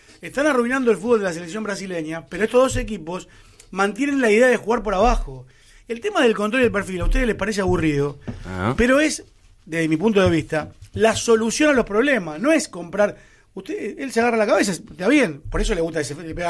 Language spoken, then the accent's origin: Spanish; Argentina; Porque yo soy argentino.